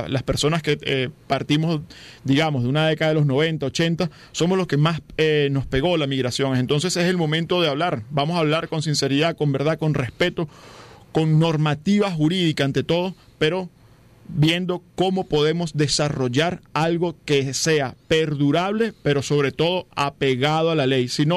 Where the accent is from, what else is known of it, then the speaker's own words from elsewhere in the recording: Venezuela; para nosotros como venezolanos